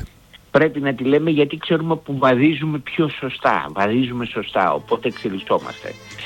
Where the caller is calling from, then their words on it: Vouliagmeni, Attica, Greece; από την Βουλιαγμένη.